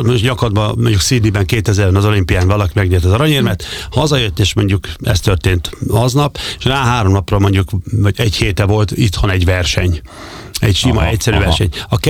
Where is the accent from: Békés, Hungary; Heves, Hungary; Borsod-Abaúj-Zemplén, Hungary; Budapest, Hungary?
Békés, Hungary; Gyula; mikor gyerekként ugye kerestem a helyemet Gyulán, ahol én felnőttem, a Gyulán az atlétika élet az maga színvonalú volt